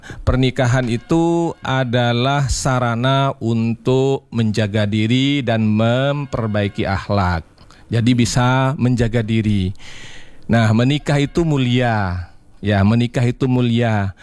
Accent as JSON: {"language": "Indonesian", "area": "Madura", "region": "East Java", "country": "Indonesia", "tie": "born or raised there", "said": "saya juga orang Madura ini agak repotan juga memahami."}